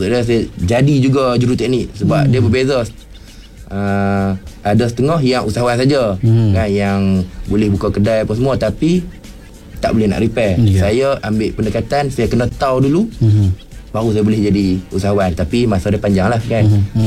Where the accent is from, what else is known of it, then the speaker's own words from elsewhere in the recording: Perlis, Malaysia; Saya berasal daripada Perlis.